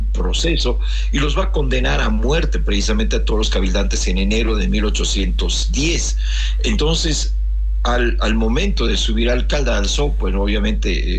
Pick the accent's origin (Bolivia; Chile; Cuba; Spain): Bolivia; Oruro; yo soy orureño